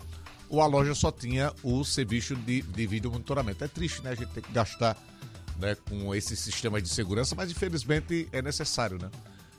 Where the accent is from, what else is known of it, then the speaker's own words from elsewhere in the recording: Maceió, Alagoas, Brazil; Eu sou apaixonado pela minha terra, né, pela cidade de Maceió, pelo estado de Alagoas.